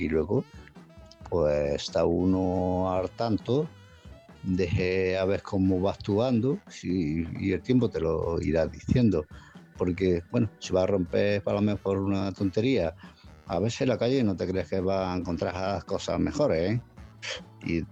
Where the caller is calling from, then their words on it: Málaga, Andalusia, Spain; de Málaga.